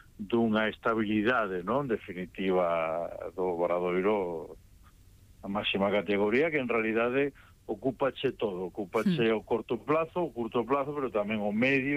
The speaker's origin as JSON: {"language": "Galician", "region": "Galicia", "country": "Spain", "lives_now": "A Coruña, Spain", "said": "Bueno, eu son mariñán de Lugo, fun abonado do Brogán, vivo na Coruña"}